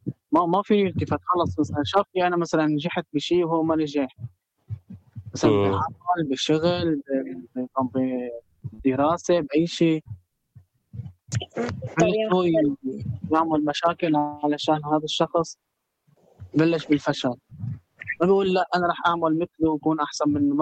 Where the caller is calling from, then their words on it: Syria; انا سوري، بس حاول اتكلم معاكم بالمصري عشان تفهموني.